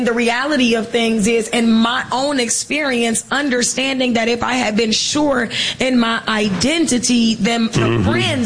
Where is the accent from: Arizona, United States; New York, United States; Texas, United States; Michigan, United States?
Michigan, United States; Detroit; And I'm from Detroit. I am from the east side of Detroit, and everywhere I go, when I tell people from Detroit, they have this like, oh, so you tough.